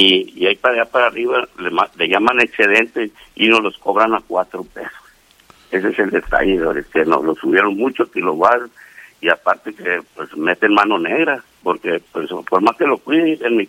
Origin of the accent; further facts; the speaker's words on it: Mexico; Se supone que los dueños de CFE somos los mexicanos, somos nosotros